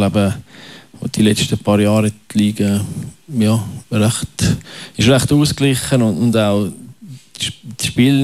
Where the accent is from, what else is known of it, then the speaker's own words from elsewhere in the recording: Switzerland; der Stellenwert dort vom Sport ist noch mal ein bisschen höher als bei uns in der Schweiz, habe ich das Gefühl.